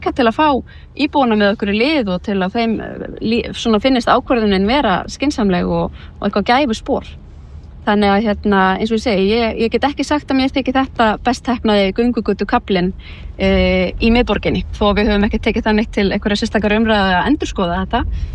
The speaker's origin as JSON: {"language": "Icelandic", "town": "Reykjavík", "region": "Capital Region", "country": "Iceland", "said": "þar sem við Reykvíkingar getum fengið að njóta veðurblíðunar þegar hún lætur sjá sig"}